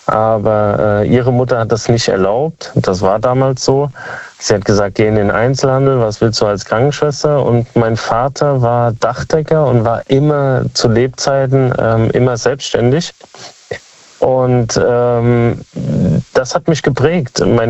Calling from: Kaiserslautern, Rhineland-Palatinate, Germany; Ursprünglich aus Kaiserslautern, jetzt lebe ich in Speyer.

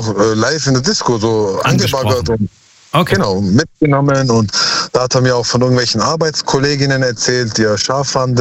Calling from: Heidenheim, Baden-Württemberg, Germany; Heidenheim, schon vergessen.

